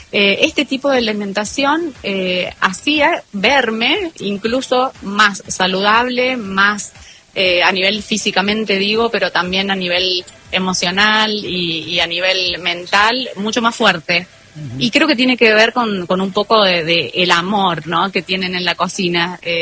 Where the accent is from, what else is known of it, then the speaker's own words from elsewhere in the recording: Argentina; Como argentino, tan lejos de casa.